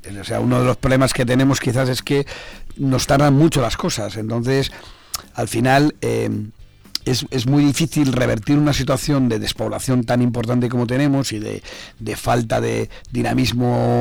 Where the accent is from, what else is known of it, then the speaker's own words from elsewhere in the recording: Zamora, Castile and León, Spain; queremos que Zamora prospere porque somos de aquí al final.